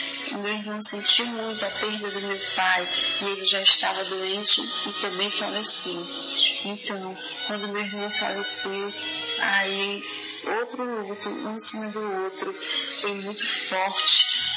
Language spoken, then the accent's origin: Portuguese; Fortaleza, Ceará, Brazil; sou aqui de Fortaleza, Ceará.